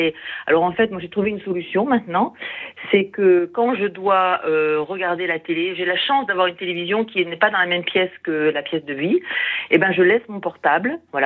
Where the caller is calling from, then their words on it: Nouvelle-Aquitaine, France; moi j'ai 64 ans et j'habite en Dordogne pendant des années, j'ai 4 enfants adultes